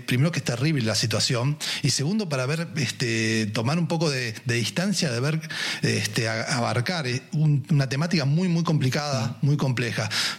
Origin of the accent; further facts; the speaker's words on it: Argentina; como argentinos siempre nos salvan